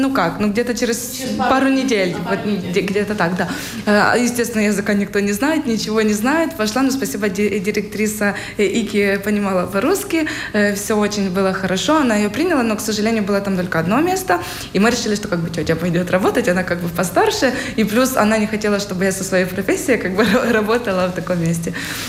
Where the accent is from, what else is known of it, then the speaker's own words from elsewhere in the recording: Sumy, Sumy Oblast, Ukraine; moved away as an adult; now in Jonava, Lithuania; Я приехала из Украины, из города Сумы. Сумы мало кто знает, это возле Харькова находится.